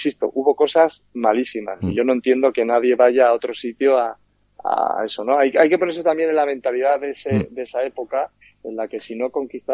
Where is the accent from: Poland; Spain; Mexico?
Spain; Extremadura; born there; also born or lived in Teruel; soy extremeño, ¿eh? O sea, nacido en Teruel, pues me considero más extremeño por mi familia, donde más años he vivido